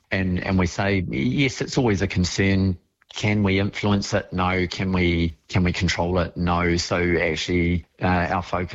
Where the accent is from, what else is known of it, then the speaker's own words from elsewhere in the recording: Lower Hutt, Wellington, New Zealand; born there; I'm a Nainai resident, yeah, and, you know, I spent part of the time growing up in Wainui.